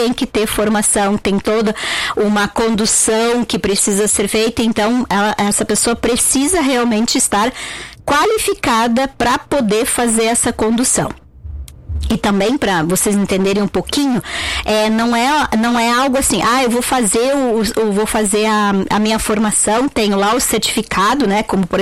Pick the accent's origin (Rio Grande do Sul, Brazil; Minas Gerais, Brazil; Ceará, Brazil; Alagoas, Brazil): Rio Grande do Sul, Brazil; Nova Petrópolis; also born or lived in Porto Alegre; now in Nova Prata, Brazil; eu venho de Porto Alegre, eu sou de Nova Petrópolis, morava em Porto Alegre e agora estou aqui em Nova Prata.